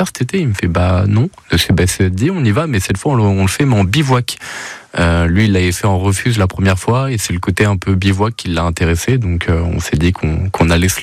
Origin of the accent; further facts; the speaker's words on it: Reims, Grand Est, France; born there; C'est ça, on est Rémois, en tout cas né à Reims.